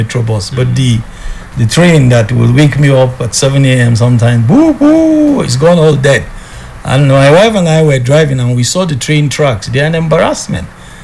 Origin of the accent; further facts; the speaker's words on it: Kaduna State, Nigeria; born there; moved away; I went back to my home state of Kaduna.